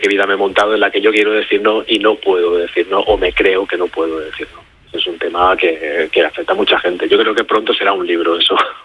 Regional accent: Manacor, Balearic Islands, Spain; Sí, yo soy de Manacor.

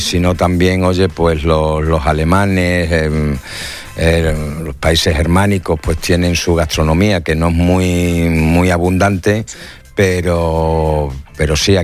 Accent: Extremadura, Spain; todavía se me ve el plumero y cualquiera que nos conozca o que vea lo que damos saben que soy de Extremadura

